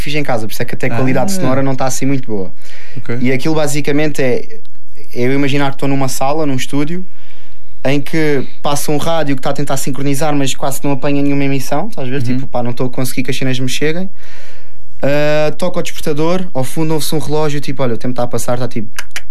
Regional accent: Algarve, Portugal; accent: Algarvian; Sou algarvio, não sou lisboeta, não sou nortenho, não sou outra coisa.

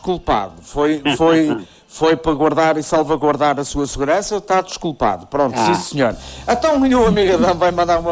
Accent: Arouca, Aveiro, Portugal; Sou mesmo da Arauca, nascido e criado em Arauca

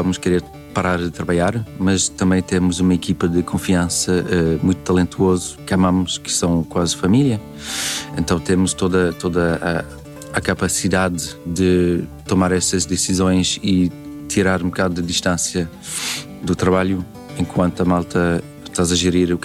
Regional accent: Canada; Cresci ao lado de português, que era o bairro mais acima de onde eu cresci.

